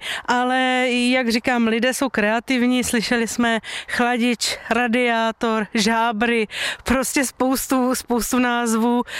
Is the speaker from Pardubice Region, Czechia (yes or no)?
yes; Pardubice, Pardubice Region, Czechia; jsme z Pardubic